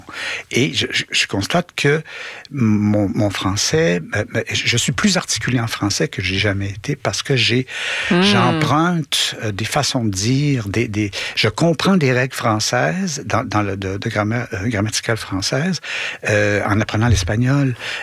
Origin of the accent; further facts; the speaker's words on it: Quebec, Canada; montrer en tant que Québécois ce que les mots veulent dire